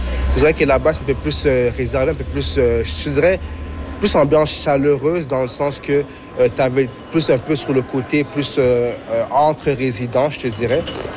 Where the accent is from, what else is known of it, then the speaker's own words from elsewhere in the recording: Montreal, Quebec, Canada; now in Vancouver, Canada; moi je viens de Montréal, quand je viens de Montréal, quand je viens à Vancouver, c'est un peu plus différent les prix de logement